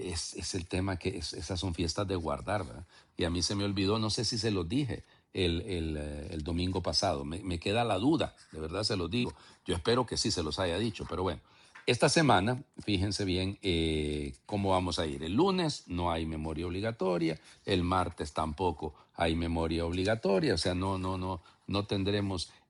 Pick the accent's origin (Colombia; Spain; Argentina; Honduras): Honduras; somos especiales los hondureños en general y en nuestra arquidiócesis, pues más.